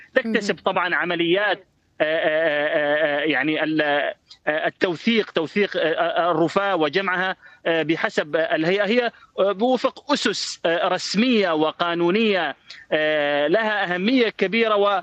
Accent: Deir ez-Zor Governorate, Syria

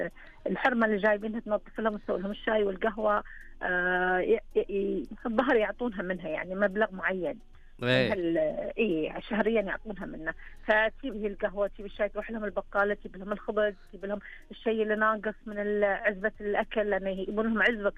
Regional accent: Eastern Province, Saudi Arabia; اي ممنوع عندنا في الشرقيه ممنوع ما ادري عن باقي المناطق

